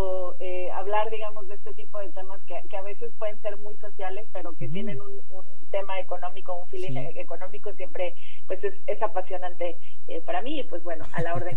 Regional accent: Mexico; como mexicanos somos mucho más dados

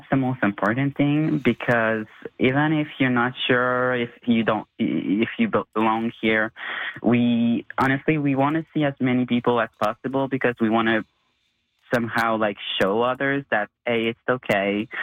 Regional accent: Baie-Comeau, Quebec, Canada; I'm from Beaucartier, not even Sept-Îles

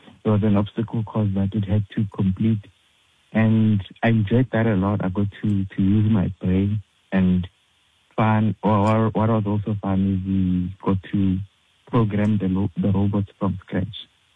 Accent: Pretoria, Gauteng, South Africa; moved away as an adult; now in Johannesburg, South Africa; I'm from Pretoria originally, but I go to school at Wits. That's where I'm currently based.

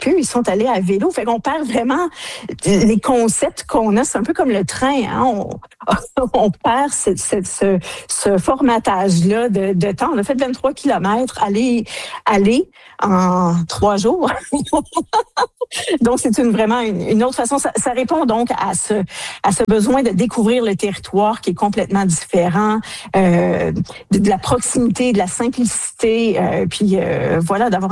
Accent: Ontario, Canada; d'avoir cette expérience-là, là, de tourisme fluvial chez nous en Ontario.

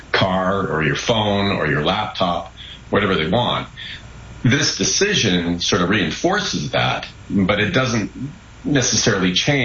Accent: Canada; we as Canadians don't have really any rights when we're trying to go into the United States. We're Canadian citizens.

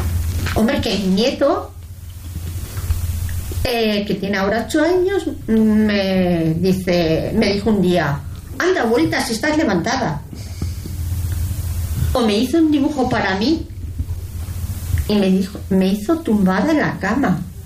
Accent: Andorra, Aragon, Spain; De hecho, la gente vivo aquí, pero soy de Andorra, Teruel, y de vez en cuando pues voy a ver a mi madre, a mi familia.

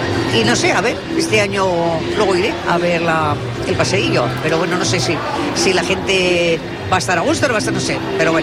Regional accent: Vitoria-Gasteiz, Basque Country, Spain; viva Victoria, viva mi pueblo.

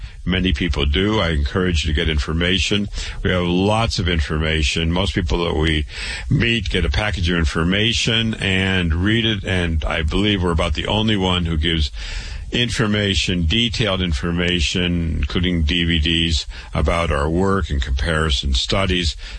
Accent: Waterloo, Iowa, United States; I was born and raised in Waterloo, Iowa.

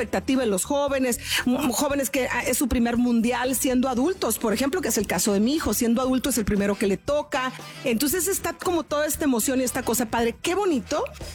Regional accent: Mexico; hoy todos estamos unidos como mexicanos y como país

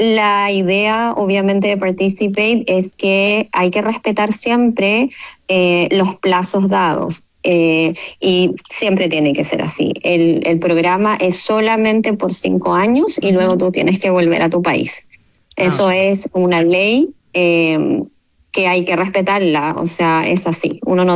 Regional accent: Chile; moved away as an adult; now in United States; porque también en las universidades en Chile tenemos muy buenas universidades.

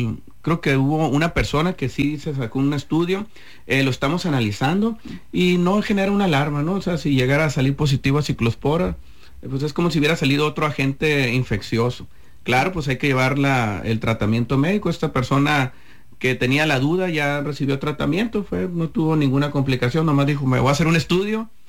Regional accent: Sinaloa, Mexico; Somos sinaloenses, todo el año hace calor. Es la única estación del año que tenemos.

